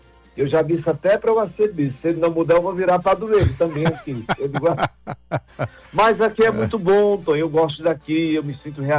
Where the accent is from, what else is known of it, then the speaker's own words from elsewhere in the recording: Barbalha, Ceará, Brazil; born there; also born or lived in Crato; now in Fortaleza, Brazil; eu nasci em Barbalho de Santo Antônio